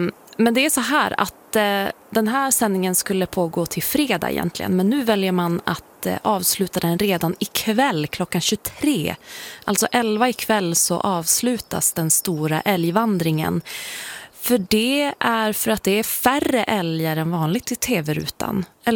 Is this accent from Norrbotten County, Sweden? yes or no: yes; Piteå, Norrbotten County, Sweden; Jag kommer ju från Piteå och vi brukar ju skippa. Det här är en liten dialektal grej